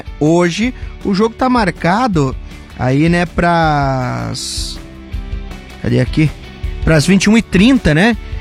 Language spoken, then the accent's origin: Portuguese; Brazil; a gente, como é brasileiro